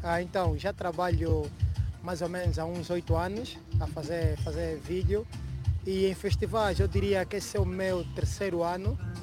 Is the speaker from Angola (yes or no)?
yes; Angola; now in Portugal; Não, sou angolano, estou cá há 15 anos.